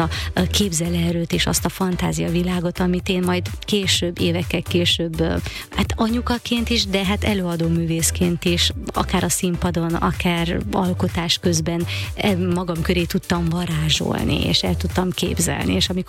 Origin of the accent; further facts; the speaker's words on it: Székely Land, Romania; az a székely furfang, ami kis vidékünket úgymond nagyon-nagyon jellemzi.